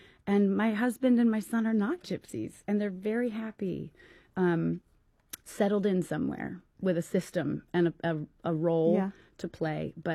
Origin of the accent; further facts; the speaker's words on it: Waitsfield, Vermont, United States; now in Topanga, United States; we also bought a farm in my hometown in Waitsfield, Vermont